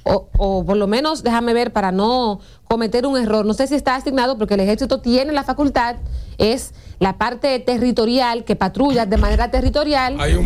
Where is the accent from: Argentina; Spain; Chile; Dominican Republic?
Dominican Republic